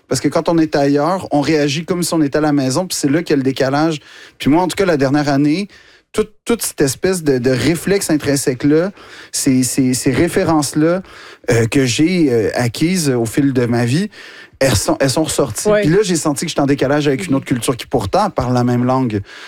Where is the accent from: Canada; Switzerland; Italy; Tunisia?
Canada; Montreal, Quebec; moved away as an adult; now in France; Moi, j'ai grandi dans l'Ouest Island. Puis, ce qui veut dire que j'ai probablement grandi dans ce qui est le bastion anglophone du Québec, carrément.